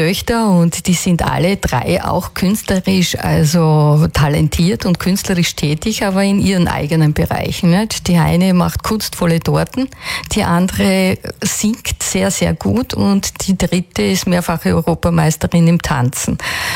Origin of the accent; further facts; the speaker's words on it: Bärnbach, Styria, Austria; Ich kann mich erinnern, also bei uns in Bernbach gibt es ja diese tolle Hundertwasserkirche und wie ich 16, 17 Jahre alt war und eben mit meinem Moped vorbeigefahren